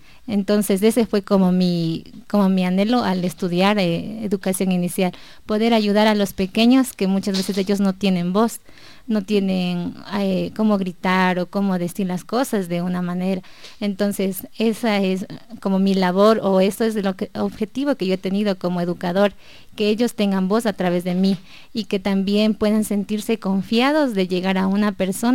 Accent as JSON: {"language": "Spanish", "town": "Quito", "region": "Pichincha", "country": "Ecuador", "tie": "born there", "said": "yo soy de Quito, nací en Quito, mis papás son de Quilajaló"}